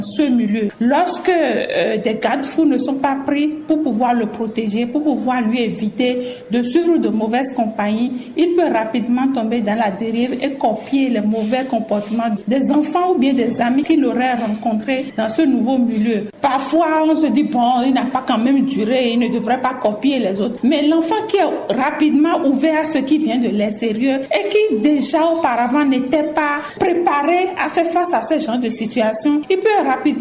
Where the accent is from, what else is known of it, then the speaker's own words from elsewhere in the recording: Benin; en tant qu'Africain, en tant que Béninois